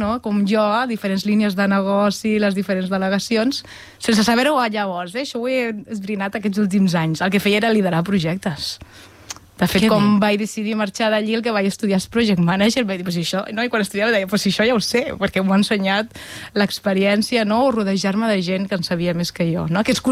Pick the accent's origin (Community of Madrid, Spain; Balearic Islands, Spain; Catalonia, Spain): Catalonia, Spain; La Selva del Camp; also born or lived in Reus; Jo vaig néixer a Reus, tot i que amb 6 anys vaig anar a viure en un poble que es diu La Selva del Camp, per tant em considero salvatana.